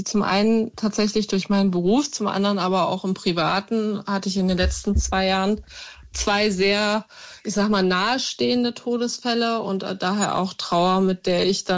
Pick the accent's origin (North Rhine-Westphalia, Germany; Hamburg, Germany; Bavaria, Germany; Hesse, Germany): Hesse, Germany; Frankfurt am Main; moved away as an adult; now in Wiesbaden area, Germany; Ich bin gebürtig aus Frankfurt tatsächlich, Frankfurt am Main.